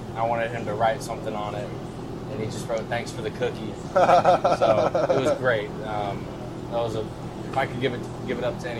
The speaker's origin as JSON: {"language": "English", "town": "Tulsa", "region": "Oklahoma", "country": "United States", "said": "So I'm from the Tulsa area."}